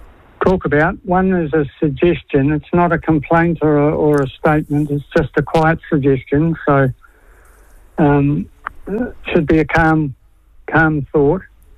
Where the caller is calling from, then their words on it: Hawke's Bay, New Zealand; I'm from Hawke's Bay.